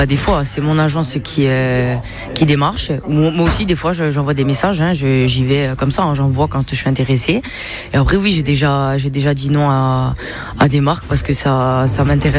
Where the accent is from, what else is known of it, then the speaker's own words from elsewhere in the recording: Corsica, France; Je viens de Chintour